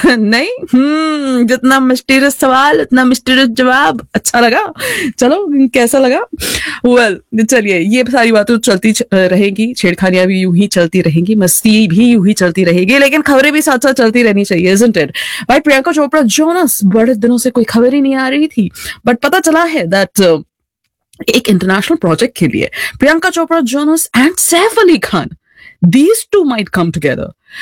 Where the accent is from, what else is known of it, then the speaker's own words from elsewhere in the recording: Kanpur, Uttar Pradesh, India; मैं जहां से आती हूँ कानपुर से आती हूँ